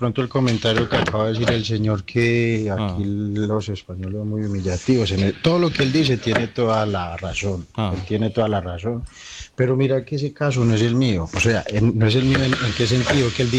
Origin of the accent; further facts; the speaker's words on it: Antioquia, Colombia; accent: Paisa; moved away; Yo no tengo el acento, porque no, el acento mío es de Paisa. Colombia, de Colombia, y yo mi acento no lo dejo, pero sí que es verdad que hay palabras que a veces se me pegan mucho, que es normal ya 4 años estando acá se me peguen.